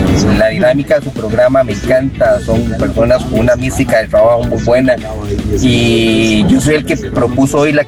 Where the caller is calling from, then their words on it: Occidente, Costa Rica; Soy acá de Occidente.